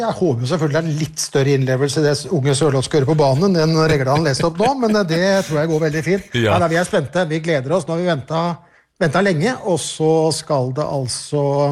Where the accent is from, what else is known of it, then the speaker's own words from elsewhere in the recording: Bergen, Vestland, Norway; Ikke vi andre, vi kan skrike som bergensere vi, men de som skal ut på banen